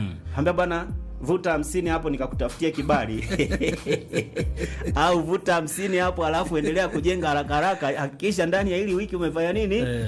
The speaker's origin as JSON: {"language": "Swahili", "town": "Kitwiru", "region": "Iringa", "country": "Tanzania", "tie": "born or raised there", "said": "ukianzia kule kwetu Kitwiru, ukija Ruaha, ukienda huko Kihesa, kuna Mafifi"}